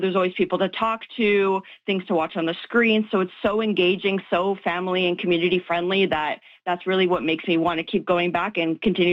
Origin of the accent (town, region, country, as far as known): Winnipeg, Manitoba, Canada; born or raised there